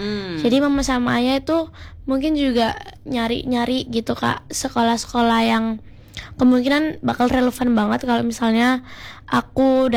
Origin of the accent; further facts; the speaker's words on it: Surabaya, East Java, Indonesia; aku berasal dari Asmrowo